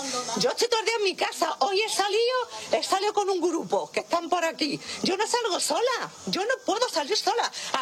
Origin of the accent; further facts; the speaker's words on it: Spain; Porque nosotros somos españoles como los que más.